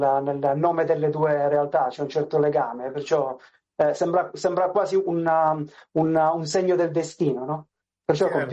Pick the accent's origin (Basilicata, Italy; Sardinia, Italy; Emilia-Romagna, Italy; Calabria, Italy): Calabria, Italy; moved away; io da buon calabrese tocco con mano ogni volta, tutte le volte che ritorno nella mia regione, questa realtà.